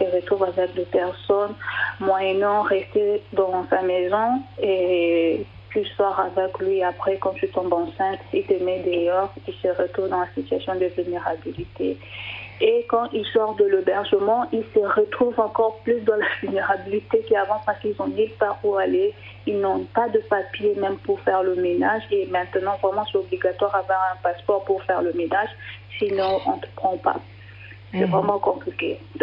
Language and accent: French; DR Congo; Je dis non, je ne suis pas sénégalaise, je suis congolaise.